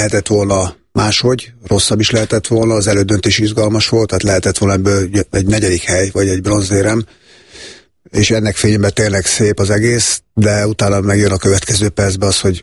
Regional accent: Szentes, Csongrád-Csanád, Hungary; Abszolút, hát ahonnan én jöttem, ugyebár a vidéki srác Szentesről kerültem fel a Ferencvároshoz

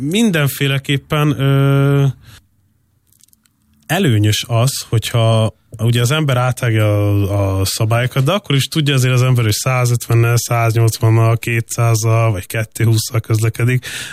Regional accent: Budapest, Hungary; moved away as an adult; also born or lived in Austrian-German border area; én Budapesten nőttem fel

